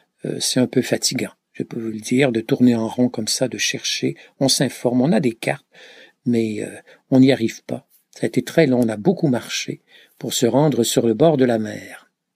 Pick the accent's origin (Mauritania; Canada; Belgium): Canada; Quebec; Moi je viens, en tout cas, du Québec.